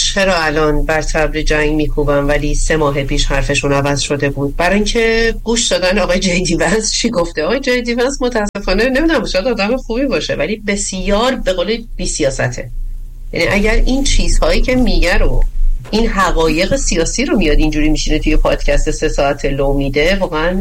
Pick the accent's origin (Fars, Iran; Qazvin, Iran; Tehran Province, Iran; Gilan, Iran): Gilan, Iran; کسی اینجا از شمال اومده؟ خب من دستمو گرفتم بالا، من گیلکم.